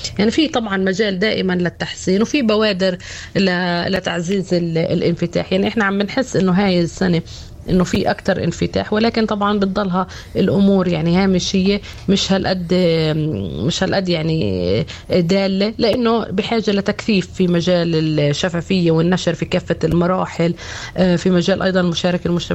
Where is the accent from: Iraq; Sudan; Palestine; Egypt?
Palestine; إحنا كمجتمع فلسطيني